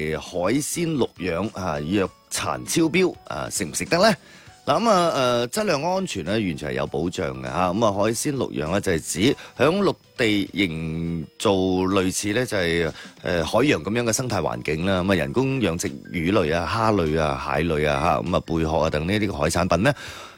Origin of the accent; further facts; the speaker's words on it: Guangdong, China; 作为我哋广东人啦吓